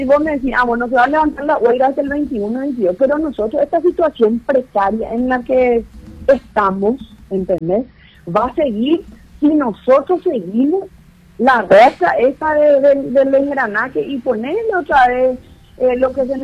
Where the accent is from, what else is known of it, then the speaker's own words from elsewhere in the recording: Paraguay; Hoy nosotros como paraguayos